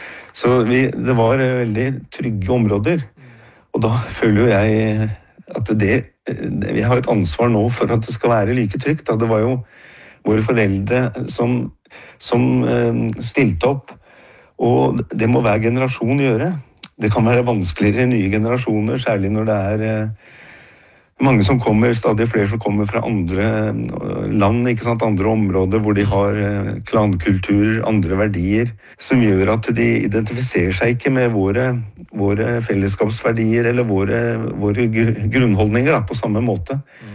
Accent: Oslo, Norway; Det går jo en lang linje fra da jeg ble født og vokste opp i Groruddalen i nye blokker der.

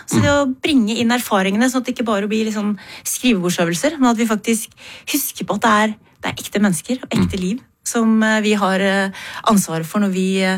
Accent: Re, Vestfold, Norway; Men jeg vokste opp i Re kommune på landet utenfor Tønsberg.

